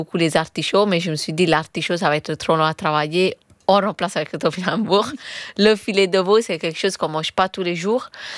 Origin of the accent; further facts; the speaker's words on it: Naples, Campania, Italy; J'ai grandi à Naples, avec ma famille.